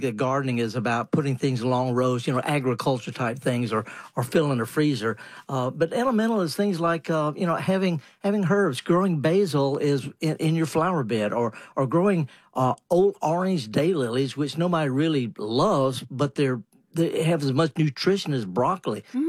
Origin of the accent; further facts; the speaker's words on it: Mississippi, United States; Well, it could be, whether you're from Michigan, I'm from Mississippi.